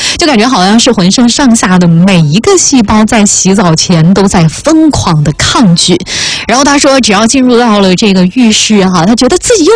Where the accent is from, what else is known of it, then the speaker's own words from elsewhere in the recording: southern China, China; 作为南方人的我来说，